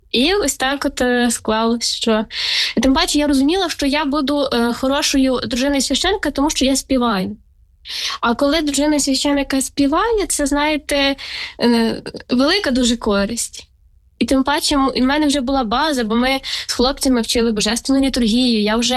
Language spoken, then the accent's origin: Ukrainian; Khmelnytskyi Oblast, Ukraine; я з Хмельниччини родом